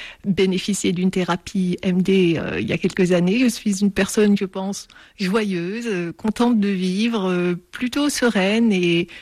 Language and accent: French; Algeria; moved away as an adult; also born or lived in Dijon; now in France; En Algérie, pendant 18 ans, avec un père algérien, une mère française, et je suis venue en France à l'âge de 18 ans pour suivre mes études à Dijon